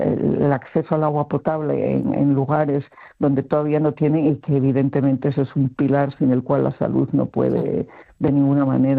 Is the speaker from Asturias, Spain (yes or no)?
yes; Asturias, Spain; siendo asturiana y hablando con amigos asturianos